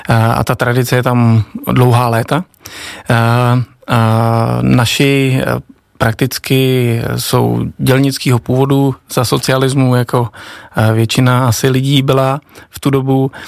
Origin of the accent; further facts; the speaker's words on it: Nový Bor, Liberec Region, Czechia; moved away as an adult; also born or lived in Česká Lípa / Prague / London; Pocházím ze severních Čech, narodil jsem se v České Lípě, kde jsme s rodiči a s bratrem starším do mých 2 let bydleli a potom jsme se přestěhovali do Nového Boru, kde jsem vlastně žil do svých 20 let, než jsem utekl do Prahy a do Londýna a prostě do světa.